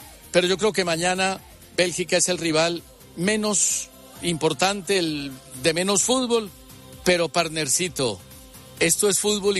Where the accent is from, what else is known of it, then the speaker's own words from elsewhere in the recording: Colombia; mi pueblo, no entiendo a mi Colombia querida.